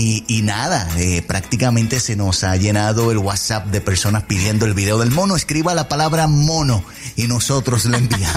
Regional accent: Puerto Rico; yo que soy boricua

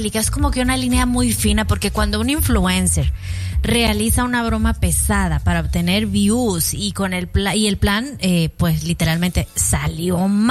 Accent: Mexico; yo te lo digo como mexicana

